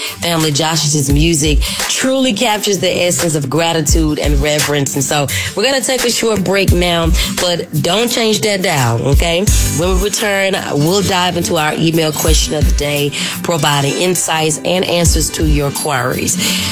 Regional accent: Memphis, Tennessee, United States; who happens to be from my hometown, Memphis, Tennessee.

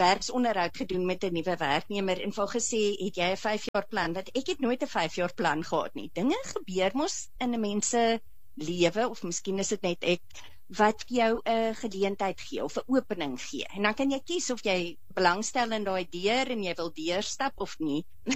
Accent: Stellenbosch, Western Cape, South Africa; Ek is Stellenbosser, my ouers was betrokke by die universiteit daar so en my pa het destijds toe by Universiteit van Wes-Kaapland geëindig, maar ja, wynlande, die berge, die skoonheid, dit is my agtergrond.

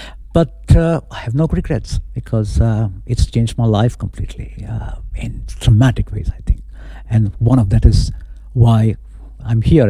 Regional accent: Goa, India; I was born in Goa, as I said, which is was a predominantly Catholic state.

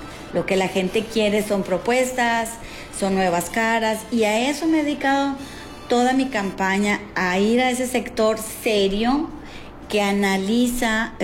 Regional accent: Mexico

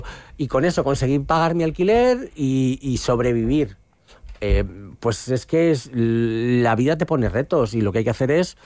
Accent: Villafranca de los Caballeros, Castilla-La Mancha, Spain; born there; en mi pueblo, en Villafranca

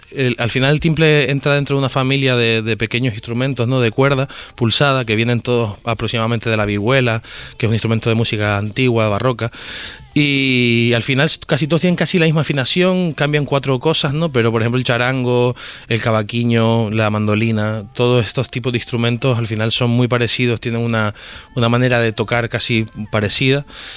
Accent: Canary Islands, Spain; vivimos en la periferia, al final formamos parte de África geográficamente, por estado formamos parte de España, no sé si por suerte o por desgracia, pero bueno, formamos parte de España, y al final siempre es complicado vivir en periferia

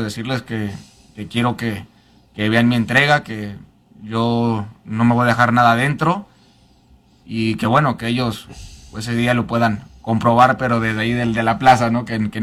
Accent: Aguascalientes, Mexico; toreé en la feria de San Marcos también, ahí en mi tierra

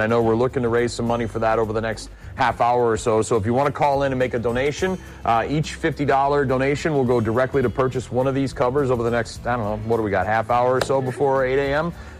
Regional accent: Boston, Massachusetts, United States; moved away; my home state, my home area, Boston, Massachusetts.

